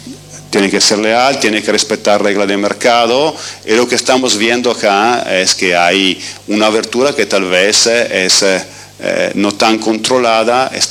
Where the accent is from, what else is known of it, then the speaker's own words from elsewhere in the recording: Italy; Spanish is a second language; moved away; Yo llego de Italia, soy italiano